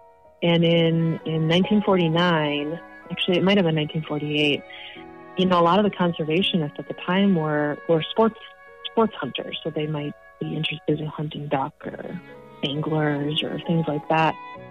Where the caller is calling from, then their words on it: Plymouth, Michigan, United States; I'm calling in from Plymouth, Michigan, where I live with my husband and 2 kids.